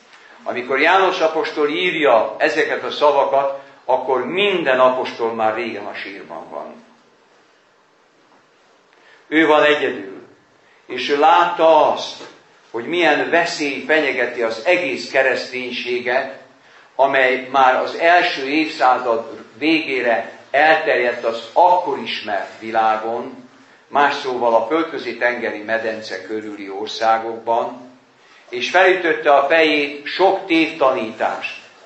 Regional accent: Vojvodina, Serbia; Odahaza Vajdaságban egy olyan faluban tartottam sorozatot

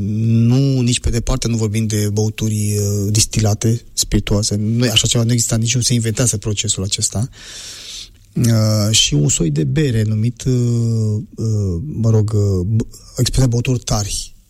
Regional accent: Romania; eu sunt creștin adventist român, nu sunt român creștin adventist.

